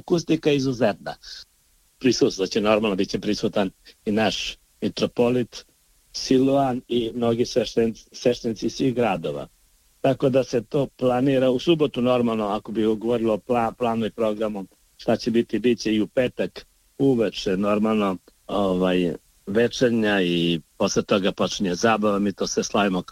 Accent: Podgorica, Montenegro; Kao, na primjer, kod nas u Podgorici postoji manastir Dajbabe, to je periferija grada.

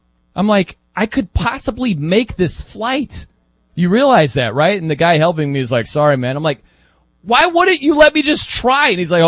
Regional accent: Indiana, United States; I'm from Indiana and I was working in New York at the time.

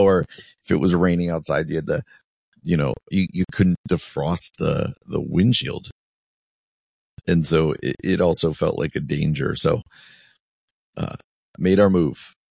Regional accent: New Jersey, United States; I remember growing up in New Jersey

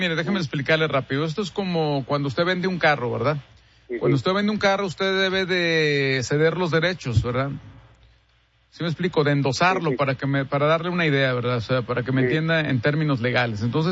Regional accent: Mexico; ¿Por qué somos así los mexicanos cuando se nos viene una bronca?

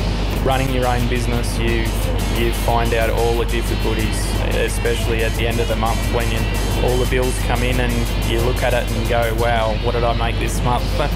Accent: Coburg, Victoria, Australia; born there; moved away as an adult; now in Tennant Creek, Australia; I was born in Coburg in Victoria and came to live in Tennant Creek because I was a police officer first.

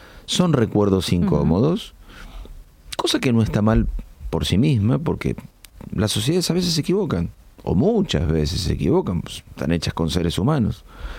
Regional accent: Argentina

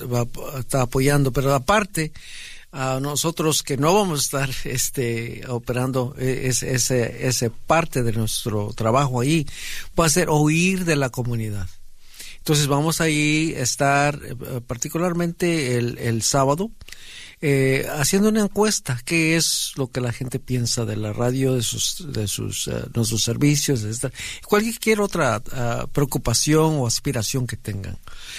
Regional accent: Tequistepec, Oaxaca, Mexico; personal, es algo mixteco, ¿no? Algo indígena, ¿no? Uh-huh. De que nosotros nos definimos como pueblo, y en mi pueblo ahí de Tequistepec es la música lo que nos une

